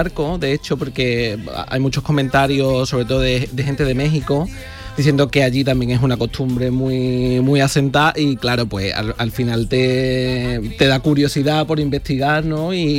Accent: Cazalla de la Sierra, Andalusia, Spain; concretamente el mío, Casalla de la Sierra

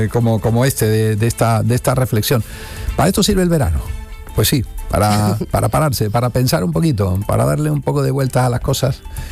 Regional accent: Ronda, Andalusia, Spain; Yo soy de Ronda.

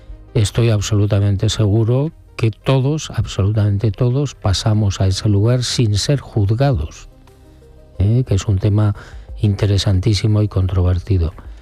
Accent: Pamplona, Navarre, Spain; born there; Hombre, pues yo nací por accidente militar en Pamplona, pero toda mi familia es de Barbate y de Vejer de la Frontera.

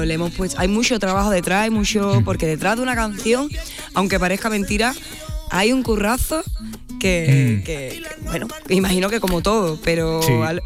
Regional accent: San Fernando, Andalusia, Spain; ¿de dónde soy? De uh-huh. San Fernando, Cádiz

